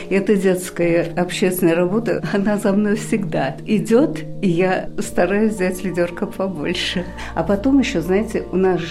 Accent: Balakovo, Saratov Oblast, Russia; moved away as an adult; now in Oryol Oblast, Russia; Детство прошло у меня на Волге, город Балаково, Саратовская область.

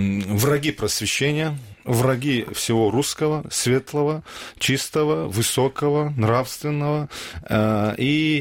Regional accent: Dagestan, Russia; я говорю сейчас именно о Дагестане, потому что я дагестанец

